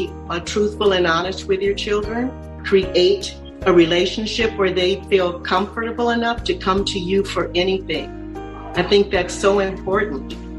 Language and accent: English; Chicago, Illinois, United States; Not to me, because I'm from Chicago.